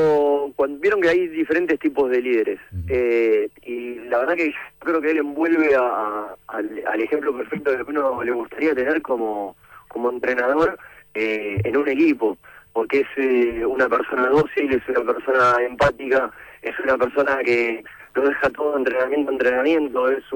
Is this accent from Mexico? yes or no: no; Argentina; somos Argentina, el argentino por naturaleza es muy exitista, es una realidad.